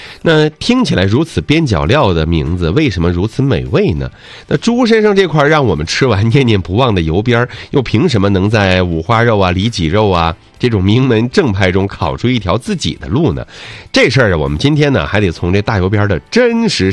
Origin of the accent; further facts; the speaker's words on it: Northeast China, China; 我们东北人炒菜的时候、炖菜的时候觉得很香